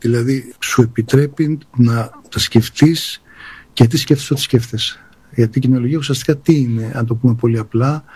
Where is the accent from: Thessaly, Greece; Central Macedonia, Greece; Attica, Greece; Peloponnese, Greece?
Attica, Greece; Piraeus; Γεννήθηκα σε προσφυγικές συνοικίες, μεγάλωσα και ένα κομμάτι και στο λιμάνι του Πειραιά